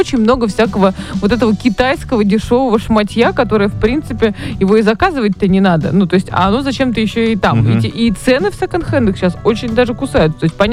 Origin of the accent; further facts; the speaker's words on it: Moscow, Russia; в детстве я жила в Орехово-Борисово на улице Борисовский.